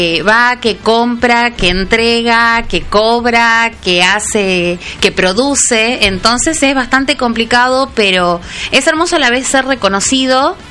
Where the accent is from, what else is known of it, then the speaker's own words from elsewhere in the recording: Argentina; nuestra identidad como argentinos